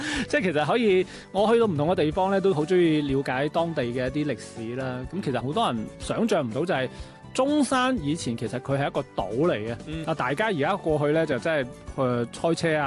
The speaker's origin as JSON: {"language": "Cantonese", "town": "Guangzhou", "region": "Guangdong", "country": "China", "said": "我哋广州人"}